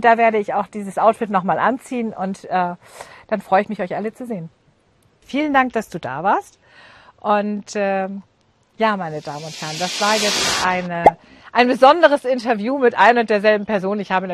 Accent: Hamburg, Germany; dann bin ich natürlich in Hamburg, in meiner Heimatstadt.

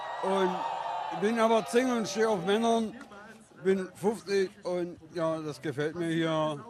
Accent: Oschersleben, Saxony-Anhalt, Germany; Ja, ich komme aus eigentlich aus Sachsen-Anhalt, aus Oschersheim, aber ich wohne nicht hier.

